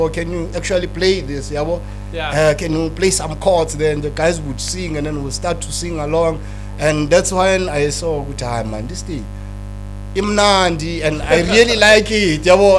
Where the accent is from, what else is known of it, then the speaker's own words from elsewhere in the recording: Carletonville, Gauteng, South Africa; I was born and raised here in Carltonville, man.